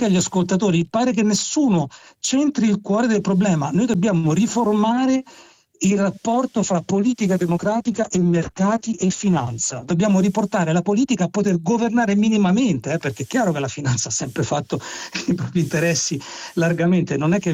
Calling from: Rome, Lazio, Italy

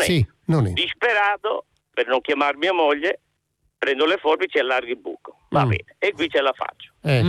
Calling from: Emilia-Romagna, Italy; Siamo in mezzo ai nostri campi belli verdi che vi invito a vedere, a vedere la Romagna.

